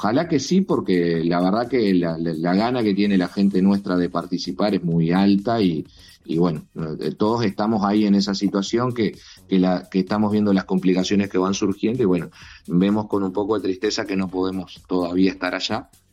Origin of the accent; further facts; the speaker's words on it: Tacuarembó, Uruguay; la camiseta de tacuarembuense la he llevado a toda mi vida